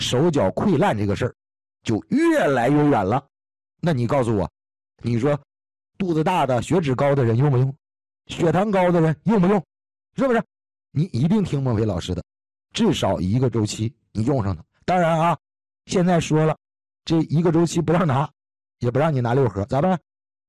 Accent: Northeast China, China; 我是东北人啊，我们东北老家有一句话

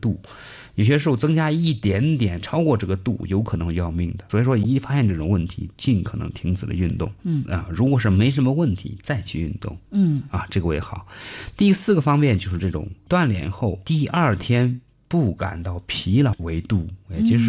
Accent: China; 我们中国人

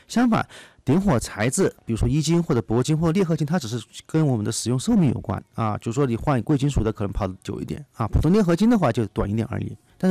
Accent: Chongqing, China; 我来自重庆

